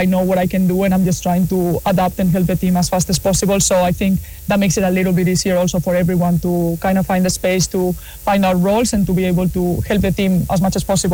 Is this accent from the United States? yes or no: no; Madrid, Community of Madrid, Spain; English is a second language; now in Toronto, Canada; I'm from Madrid, so it's also, I'm from a big city. So I'm used to being places that have all these things to do and just mix of different kinds of people and cultures.